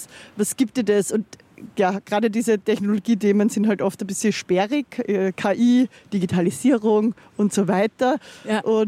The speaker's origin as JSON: {"language": "German", "town": "Linz", "region": "Upper Austria", "country": "Austria", "tie": "born or raised there", "said": "Naja, ich bin auch ein bisschen mit dem aufgewachsen, muss ich sagen. Ich bin in Linz aufgewachsen"}